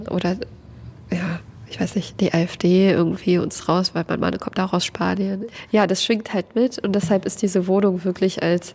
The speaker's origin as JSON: {"language": "German", "country": "Ukraine", "moved": "yes", "lives_now": "Germany", "said": "Ich komme aus der Ukraine ursprünglich"}